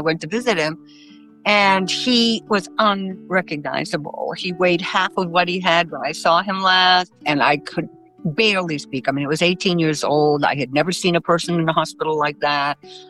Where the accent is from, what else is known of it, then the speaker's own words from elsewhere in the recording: Maine, United States; Because growing up in Maine, I knew one African-American family.